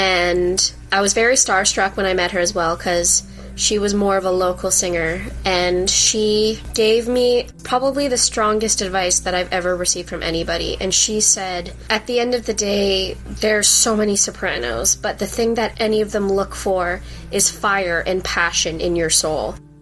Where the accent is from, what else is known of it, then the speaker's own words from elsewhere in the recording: North Vancouver, British Columbia, Canada; I am 19 years old. I've been born and raised in North Vancouver.